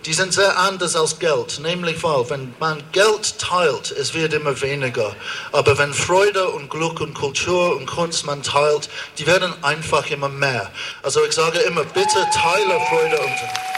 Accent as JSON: {"language": "German", "region": "London", "country": "United Kingdom", "second_language": "German", "moved": "yes", "lives_now": "Germany", "said": "Wie Sie hören, komme tatsächlich nicht aus Deutschland, ich komme aus London und ich glaube, ich bin da wirklich der einzige englische Opernintendant Deutschlands."}